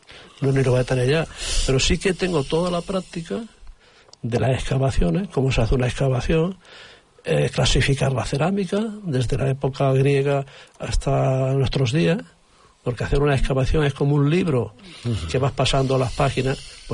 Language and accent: Spanish; Córdoba, Andalusia, Spain; now in Catalonia, Spain; De Córdoba. Y yo llegué a Cataluña, me abrieron las puertas...